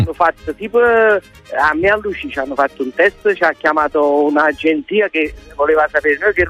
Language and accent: Italian; Naples, Campania, Italy; lì è proprio un attaccamento che non è fatto dal fatto che io sono napoletano